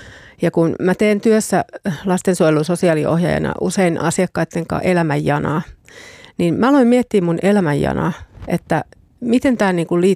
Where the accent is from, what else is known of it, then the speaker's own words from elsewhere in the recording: Eastern Finland, Finland; Mä oon syntynyt Etelä-Suomessa ja sitten me on muutettu tuonne Itä-Suomeen, kun mä oon ollut 8.